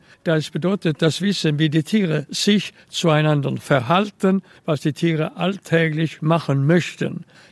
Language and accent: German; Malmö, Skåne, Sweden; born there; German is a second language; Ich bin in der Stadt Malmö geboren. So keine meiner Generation waren Landwirt.